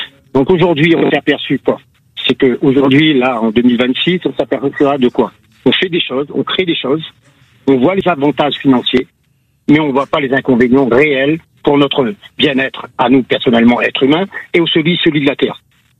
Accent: Réunion, France; now in Canet-en-Roussillon, France

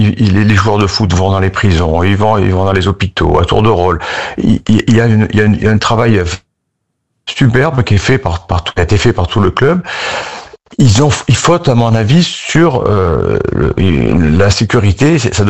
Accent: Nice, Provence-Alpes-Côte d'Azur, France; on est niçois, mais on souffre, on n'est pas à Paris.

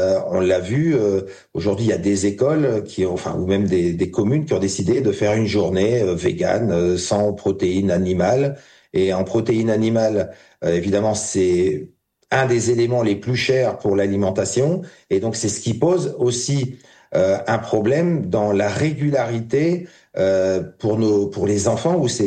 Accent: Hauts-de-France, France; La ferme des 1000 vaches, elle était à 25 km de chez nous, puisqu'elle était à Abbeville. Moi, je suis de la Somme.

